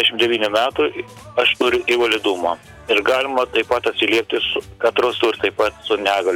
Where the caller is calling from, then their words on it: Šiauliai, Šiauliai County, Lithuania; Esu iš Šiaulių.